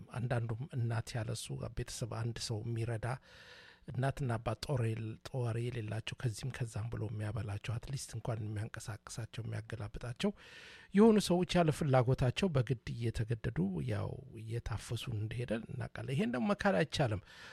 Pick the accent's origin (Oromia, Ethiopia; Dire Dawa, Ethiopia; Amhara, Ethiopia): Dire Dawa, Ethiopia; እኔ ድሬዳዋ ተወልጄ ነው ያደኩል ግዜ ነው